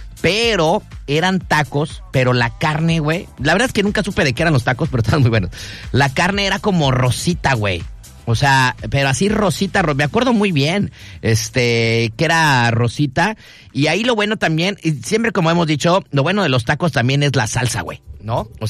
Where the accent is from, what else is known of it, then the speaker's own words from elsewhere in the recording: Mexico City, Mexico; yo siendo chilango, en una parte de mi vida cuando yo iba en la secundaria